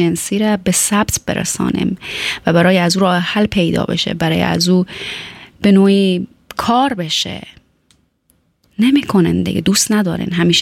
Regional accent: Afghanistan; من و شما هم از افغانستان آمدیم، بهتره که آبروداری کنیم

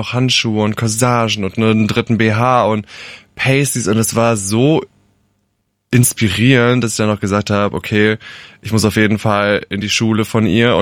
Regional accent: Rhineland-Palatinate, Germany; Nähe Alzey.

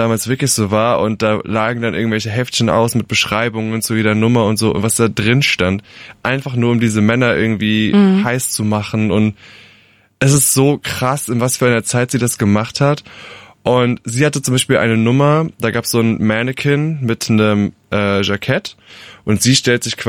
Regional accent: Rhineland-Palatinate, Germany; als kleiner Junge in einem 400-Einwohner-Dorf mit 20% AfD aufzuwachsen

